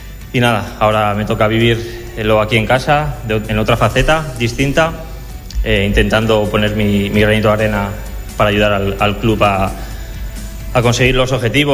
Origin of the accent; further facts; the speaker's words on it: Castellón de la Plana, Valencian Community, Spain; Ser reconocido en mi tierra, en Castellón.